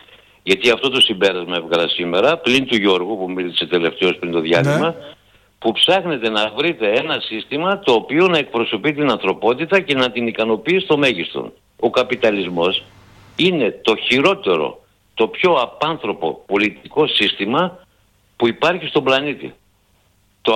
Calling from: Greece; την πατρίδα μου

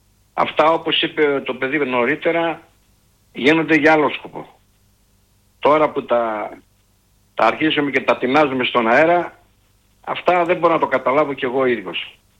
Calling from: Kapnochori, Western Macedonia, Greece; Εγώ είμαι από το Καπνοχώρι. Καπνοχώρι Κοζάνης. Είμαι 3 χιλιόμετρα από τον Άγιο Δημήτριο.

